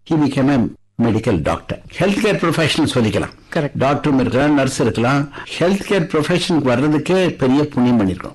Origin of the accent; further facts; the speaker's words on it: Tamil Nadu, India; எங்க ஊர் 500 கிராமம், இங்க இருந்து கோயம்புத்தூர்ல இருந்து ஒரு 30 கிலோமீட்டர்.